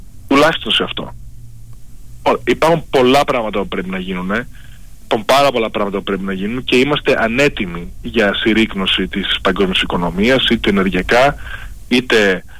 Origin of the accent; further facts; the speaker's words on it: Greece; moved away; also born or lived in United States; Παραδέχομαι, όντως, 21 χρόνια ήμουν στην Αμερική. Αλλά, α, αγαπώ την πατρίδα μου